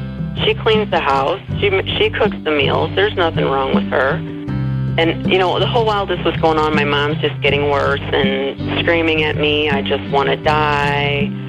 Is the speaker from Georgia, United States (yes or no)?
no; Washington, Missouri, United States; I grew up in Washington, Missouri.